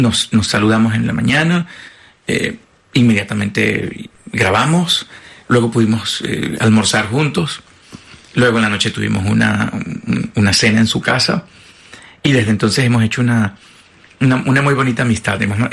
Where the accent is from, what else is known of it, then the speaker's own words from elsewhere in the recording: Venezuela; nosotros como venezolanos